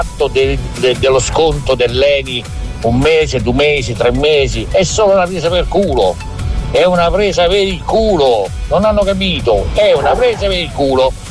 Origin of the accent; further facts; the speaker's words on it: Rome, Lazio, Italy; born there; io sono italiano, più italiano di me, sono nato a Roma.